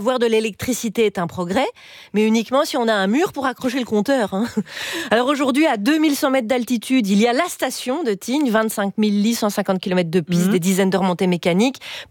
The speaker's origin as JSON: {"language": "French", "country": "Belgium", "said": "Et moi, en tant que Belge, je vous cache pas que j'ai pris sa petite remarque sur les frites de saucisse comme une attaque personnelle."}